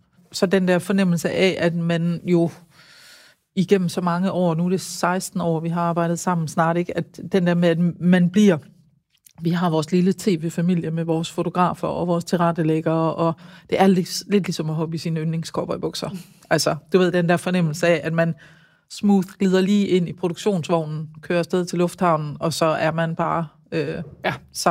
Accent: Aarhus, Central Denmark Region, Denmark; born there; derhjemme i Højbjerg, hvor vi har boet

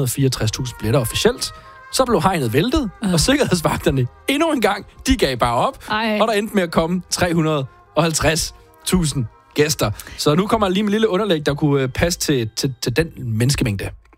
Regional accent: Herning, Central Denmark Region, Denmark; Jeg er fra Herning

